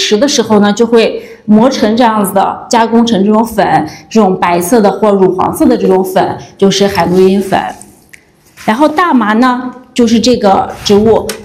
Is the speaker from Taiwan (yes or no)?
no; China